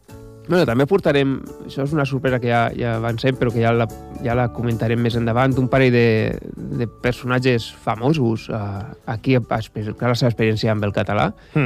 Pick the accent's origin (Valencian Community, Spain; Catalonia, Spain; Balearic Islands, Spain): Valencian Community, Spain; jo soc valencià, la gent ja ho sap